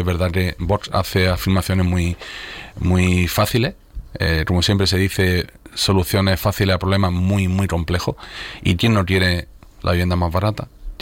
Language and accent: Spanish; Andalusia, Spain; tenemos ese orgullo de ser andaluz y ya no seamos aquello de, los almerienses somos más murcianos que andaluces.